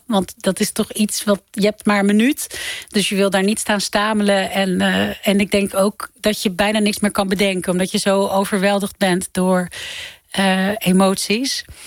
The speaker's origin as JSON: {"language": "Dutch", "country": "Netherlands", "said": "dit is ook mijn land."}